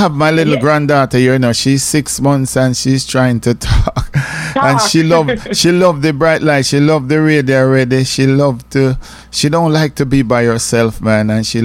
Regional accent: Jamaica; we grew up in Jamaica

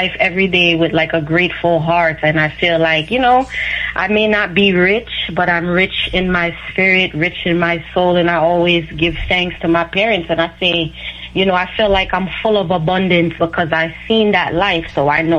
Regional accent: Jamaica; now in United States; But we're from Jamaica.

